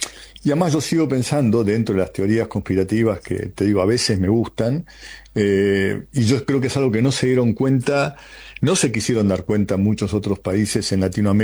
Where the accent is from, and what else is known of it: Argentina